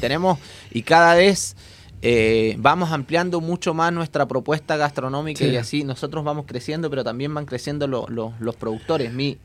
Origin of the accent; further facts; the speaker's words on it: San Vicente de Tagua Tagua, O'Higgins, Chile; yo soy de San Vicente, o sea, mi familia está acá, mis hijos estudian acá